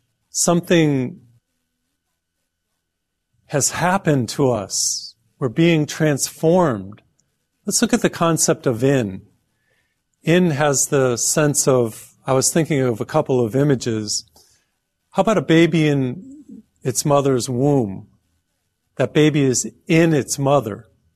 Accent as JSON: {"language": "English", "region": "Massachusetts", "country": "United States", "tie": "born or raised there", "said": "I grew up in Massachusetts, and we would have some of the coldest winters."}